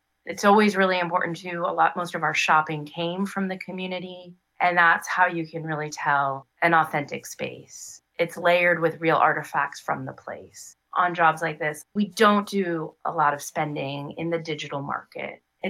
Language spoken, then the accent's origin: English; Worcester, Massachusetts, United States; which happened to be Worcester, Massachusetts. That also happens to be my hometown.